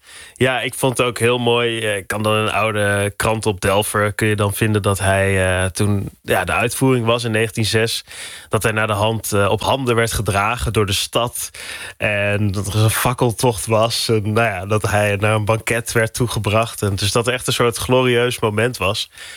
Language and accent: Dutch; North Brabant, Netherlands; En ja, van eigenlijk al die verhalen klonken voor mij heel erg sprookjesachtig in mijn Brabantse dorp waar ik opgroeide.